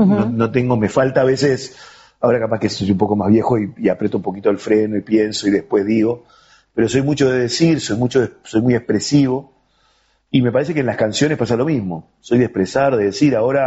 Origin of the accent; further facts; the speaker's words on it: Montevideo, Uruguay; Nosotros somos de Millán y Lecó, con Leo, que es el otro integrante, junto con Juan Carlos, que es del Cerro. Somos del oeste de Montevideo